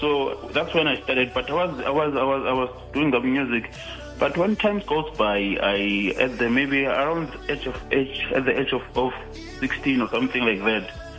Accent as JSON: {"language": "English", "region": "KwaZulu-Natal", "country": "South Africa", "moved": "yes", "lives_now": "Johannesburg, South Africa", "said": "from KZN, but I'm living in Joburg for now."}